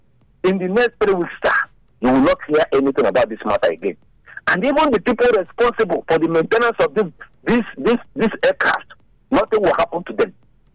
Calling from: Benin City, Edo, Nigeria; I'm calling from Benin. Welcome … Yes. You see, in Nigeria, we always reactive.

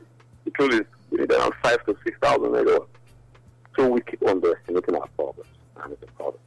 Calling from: Benin City, Edo, Nigeria; I'm calling from Benin.

